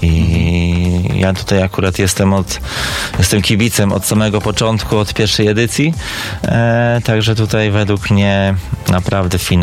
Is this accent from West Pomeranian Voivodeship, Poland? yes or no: yes; Szczecin, West Pomeranian Voivodeship, Poland